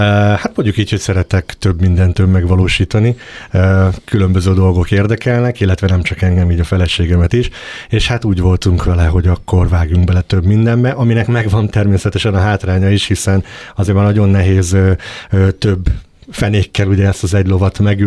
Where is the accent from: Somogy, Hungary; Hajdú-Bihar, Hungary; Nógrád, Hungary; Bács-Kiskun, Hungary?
Somogy, Hungary; Balatonkeresztúr; Hát mondhatom, hogy ott nőttem fel, 8 éves koromban költöztünk családdal Balatonkeresztúra, ahol fejeztem be az általános iskolát, majd Fonyódon érettségiztem a gimnáziumba